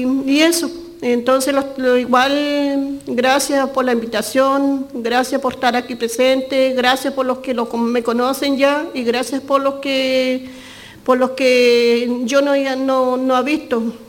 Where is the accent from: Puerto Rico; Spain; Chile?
Chile; Los Muermos, Los Lagos; por lo menos yo vengo de Los Muermos, una hora de Puerto a Los Muermos.